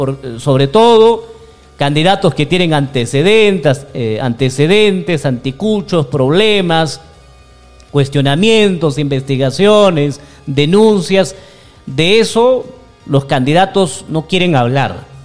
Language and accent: Spanish; Cutervo province, Cajamarca, Peru